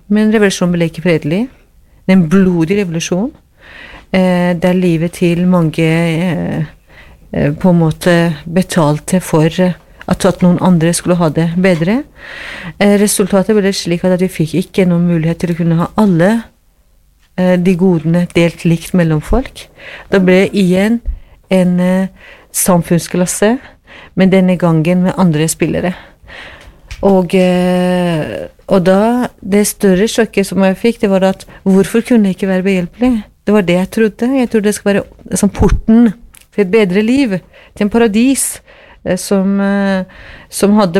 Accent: Tehran, Tehran Province, Iran; Norwegian is a second language; moved away as an adult; now in Norway; jeg hadde utdannelse bak meg da jeg kom fra Teheran.

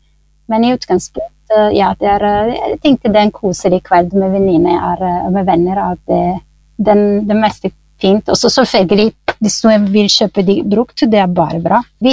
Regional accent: Italy; Norwegian is a second language; moved away as an adult; now in Norway; jeg kommer fra Italia

